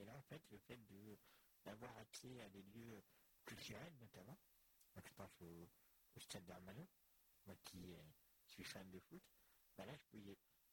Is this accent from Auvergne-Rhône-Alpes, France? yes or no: no; Centre-Val de Loire, France; now in Caen, France; Alors moi, je suis né à Cher, dans l'Inde. Donc j'ai vécu une bonne partie de ma jeunesse donc dans un cadre du tout rural, puisque j'habitais une petite commune qui s'appelait Conduit, qui avait à peu près 1000 habitants, pas plus.